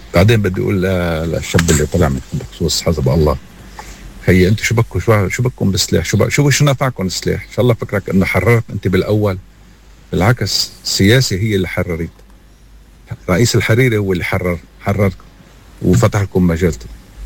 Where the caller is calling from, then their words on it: Lebanon; أنا فخور بلبنانيتي،